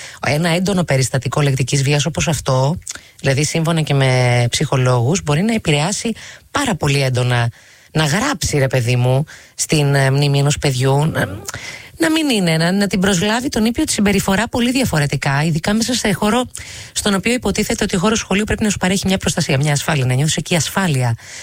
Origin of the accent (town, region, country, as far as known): Greece